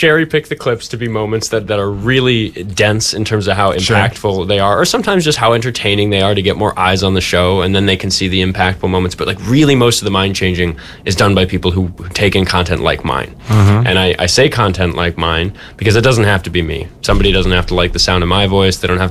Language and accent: English; New York City, New York, United States; now in Minneapolis, United States; I grew up in Manhattan